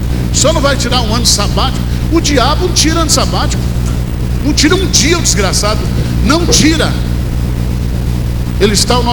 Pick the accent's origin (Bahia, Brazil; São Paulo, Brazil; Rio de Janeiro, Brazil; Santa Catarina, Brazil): Bahia, Brazil; eu que sou baiano gostei muito